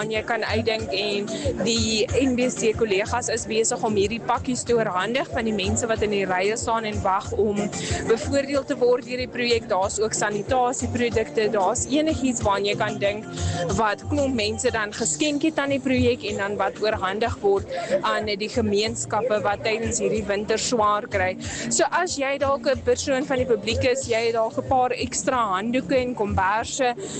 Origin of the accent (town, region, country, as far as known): Namibia